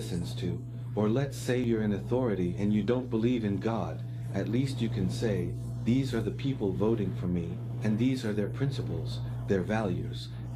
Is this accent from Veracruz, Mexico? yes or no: no; Mexico City, Mexico; moved away as an adult; now in Cancun, Mexico; No, I lived in Mexico City. I grew up and was raised. I grew up in Mexico City, and I only came to Cancun after I was married and already had a child.